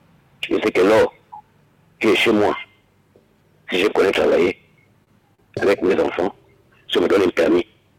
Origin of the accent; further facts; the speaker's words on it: Gabon; now in Libreville, Gabon; moi, j'ai grandi où l'or, on exploitait à Mikébé. Et moi, aujourd'hui, je suis à Libreville.